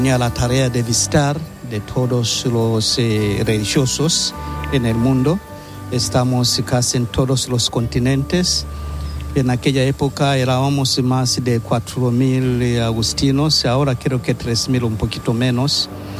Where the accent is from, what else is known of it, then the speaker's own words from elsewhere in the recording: Njombe, Tanzania; Spanish is a second language; now in Barcelona, Spain; Soy de Tanzania, de la diócesis de Njombe